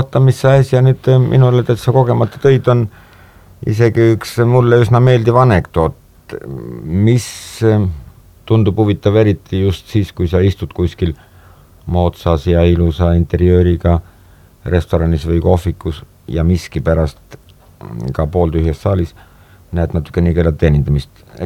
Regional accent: Paide, Järva County, Estonia; hakkasin ma ikka mäletama asju oma lapsepõlves Paide linnas

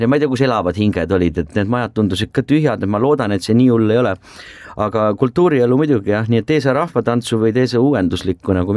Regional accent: Tallinn, Harju County, Estonia; No mina olen muidugi linnapoiss ja tallinlane eluaeg olnud

